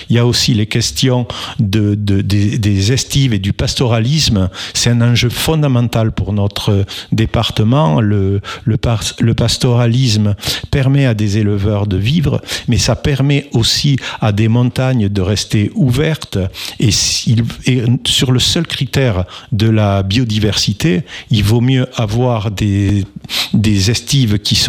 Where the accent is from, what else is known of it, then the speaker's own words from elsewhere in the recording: Mirepoix, Occitanie, France; Vous savez, je suis de Mirepoix, oui.